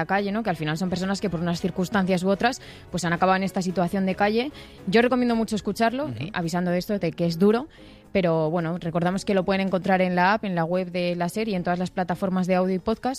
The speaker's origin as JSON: {"language": "Spanish", "town": "Gabaldón", "region": "Castilla-La Mancha", "country": "Spain", "said": "Gabaldón, en Cuenca está."}